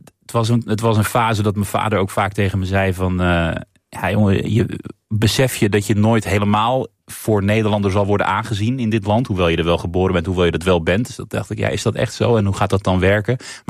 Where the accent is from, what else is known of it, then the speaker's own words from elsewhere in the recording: Armenia; Ik was toen in die fase heel erg bezig met mijn afkomst. En met mijn waar ik vandaan kom en wie ik was. En identiteit en nationaliteit en zo.